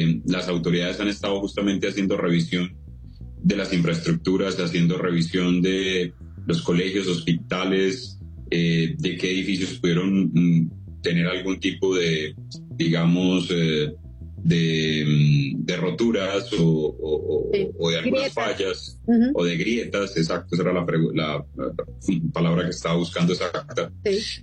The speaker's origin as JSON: {"language": "Spanish", "country": "Colombia"}